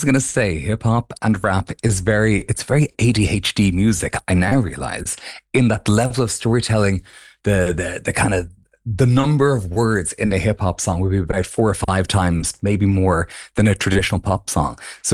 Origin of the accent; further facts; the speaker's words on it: Ireland; Growing up in Ireland, in my specific area, again, I was a child.